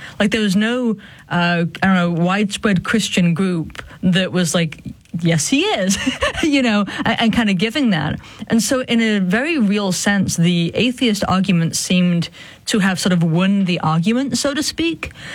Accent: England, United Kingdom; I was growing up in England, and you over in the U.S.

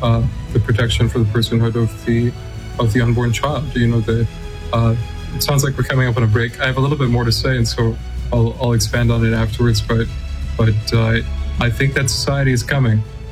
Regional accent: Canada; now in United States; I'm a Canadian, but I've been giving thanks to God with all of you Americans in this 250th year of your tax revolt.

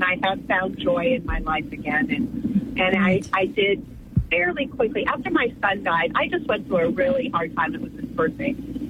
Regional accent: Tucson, Arizona, United States; born and raised in Tucson, Arizona

